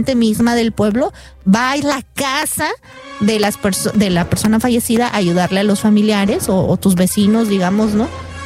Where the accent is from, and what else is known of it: Oaxaca, Mexico; born there; moved away